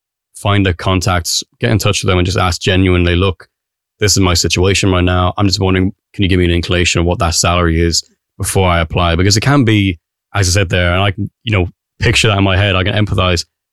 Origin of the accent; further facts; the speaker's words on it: Ireland; as Irish people